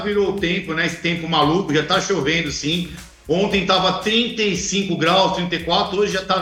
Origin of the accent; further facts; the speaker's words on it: São Paulo, Brazil; Tô de São Paulo, capital, nascido e criado aqui em São Paulo, assim, né? Nasci bem pertinho, nasci aqui no Belém. Eu moro aqui no Tatuapé, que é na zona leste de São Paulo aqui, mas nasci e criado aqui no Tatuapé e na região aqui de São Paulo.